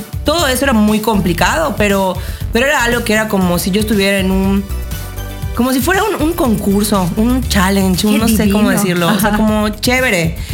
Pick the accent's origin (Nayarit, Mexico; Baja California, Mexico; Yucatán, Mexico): Yucatán, Mexico; moved away as an adult; now in Europe; un espejo de lo que somos nosotros los mexicanos y los yucatecos.